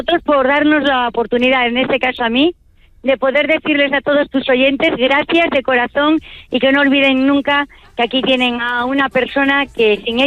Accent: Extremadura, Spain; now in Valencia, Spain; yo soy muy una extremeña muy agradecida y agradecida a esta tierra del Levante donde nos acogieron a mis padres cuando vinieron, emigraron de Extremadura y llegaron aquí

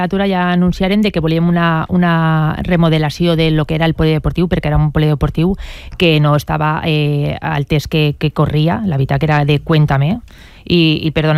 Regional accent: Meliana, Valencian Community, Spain; jo m'he criat en Meliana

